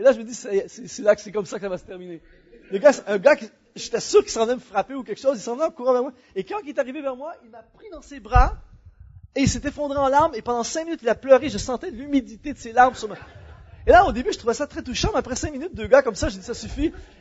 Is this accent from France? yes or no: no; Canada; Je suis retourné chez nous au Canada.